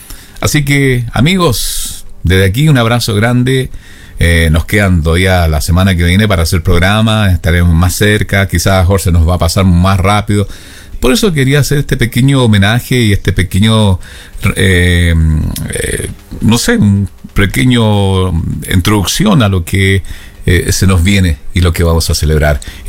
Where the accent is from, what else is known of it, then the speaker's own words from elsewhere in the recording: Chile; moved away; sentirme feliz de que seguimos siendo chilenos a pesar de la distancia, seguimos siendo chilenos a pesar del tiempo, y no hemos olvidado a nuestra patria